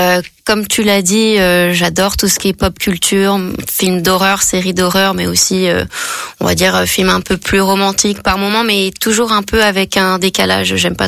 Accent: Provence-Alpes-Côte d'Azur, France; also born or lived in Paris / French Guiana; Donc je suis née à Paris, vrai. Je suis revenue sur mes terres. Mais sinon, je suis partie très tôt sur la Côte d'Azur. J'ai fait un passage à Marseille dans les Bouches-du-Rhône. Ensuite, on est parti en Guyane française.

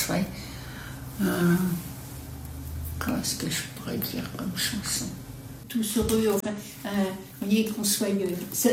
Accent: Paris, Île-de-France, France; now in Saint-Nazaire, France; je suis parisienne.

